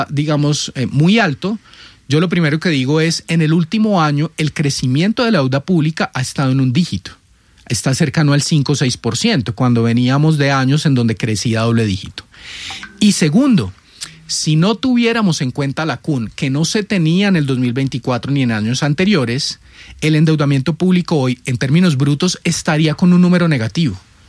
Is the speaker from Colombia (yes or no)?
yes; Colombia